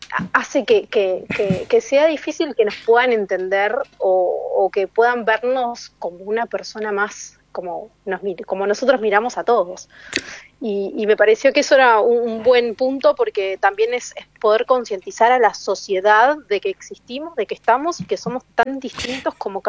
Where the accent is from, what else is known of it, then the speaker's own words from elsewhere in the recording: Uruguay; Soy uruguaya. En este momento estoy viviendo en Uruguay.